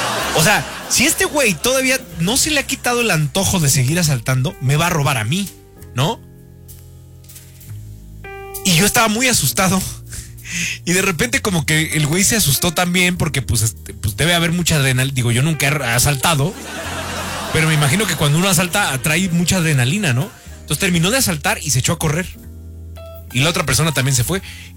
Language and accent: Spanish; Mexico; yo crecí en la Flores Magón